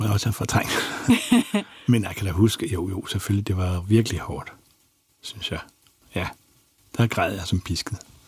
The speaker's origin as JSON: {"language": "Danish", "town": "Bornholm", "region": "Capital Region of Denmark", "country": "Denmark", "said": "Så, og jeg var jo bornholmer, og en bornholmsk skuespiller var godt her med, sådan, med hensyn til publikum."}